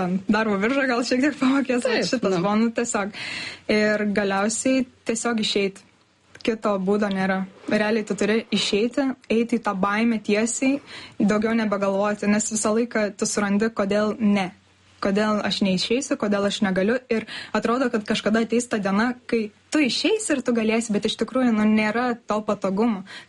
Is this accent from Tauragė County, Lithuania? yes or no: no; Kaunas, Kaunas County, Lithuania; now in Vilnius, Lithuania